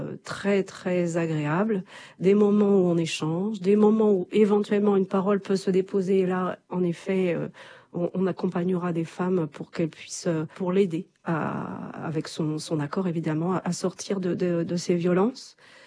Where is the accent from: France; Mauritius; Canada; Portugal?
France; Pays de la Loire; moi, je suis originaire du Pays de Retz. J'ai passé mon enfance, mon adolescence. J'ai fait des études, donc je suis partie. Je suis revenue m'installer à Machecoussin même il y a 22 ans maintenant.